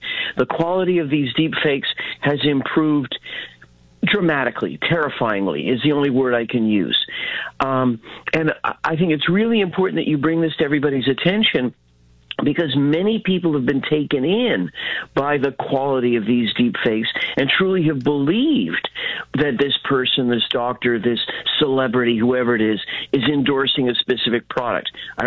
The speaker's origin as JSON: {"language": "English", "country": "Canada", "said": "Wait a minute. I'm Canadian. I know I should be used to it."}